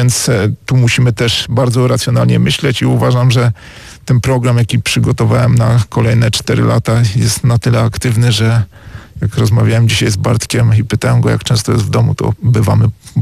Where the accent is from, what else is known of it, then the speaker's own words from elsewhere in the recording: Zawadzkie, Opole Voivodeship, Poland; moved away; pochodzę z Zawadzkiego, więc zawsze chętnie tu przyjeżdżam, moi rodzice tu mieszkają i to jest mój region.